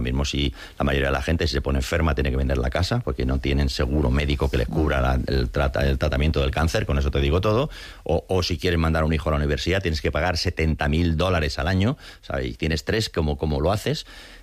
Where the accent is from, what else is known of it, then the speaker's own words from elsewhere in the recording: Spain; now in United States; Hombre, claro que sé que soy español y me gusta García Lorca.